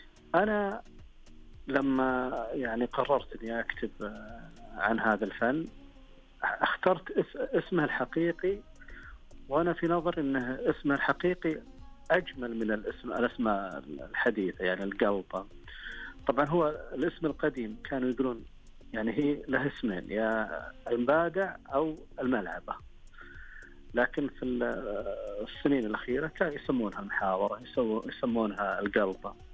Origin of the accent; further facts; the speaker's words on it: Saudi Arabia; أنا القرية اللي أنا يعني كنت فيها هذا موروثها، قريتنا بين مكة والمدينة اسمها بادية الشلالحة